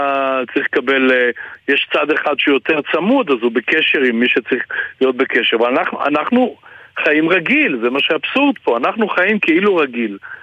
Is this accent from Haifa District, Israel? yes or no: yes; Haifa, Haifa District, Israel; now in Kibbutz Adamit, Israel; מקריית חיים